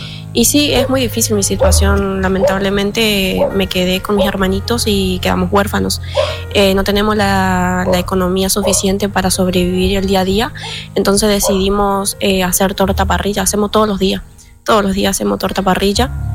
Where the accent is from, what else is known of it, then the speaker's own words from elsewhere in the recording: Quitilipi, Chaco, Argentina; Somos de Quitilipi, Chaco, sí.